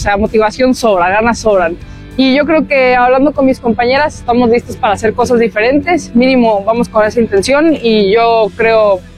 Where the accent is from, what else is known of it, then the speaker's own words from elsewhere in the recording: Mexico; now in Costa Rica; yo nací acá, yo viví acá, pero crecí en México. Entonces, regresar acá, conectar con la cultura, con la familia, porque mi familia también es de acá